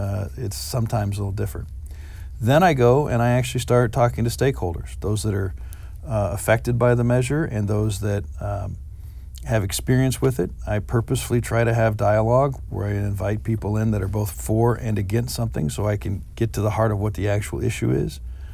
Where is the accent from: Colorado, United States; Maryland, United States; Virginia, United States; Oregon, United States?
Oregon, United States; Monmouth; I live on Main Street in Monmouth. I was raised in this community, went to school in this community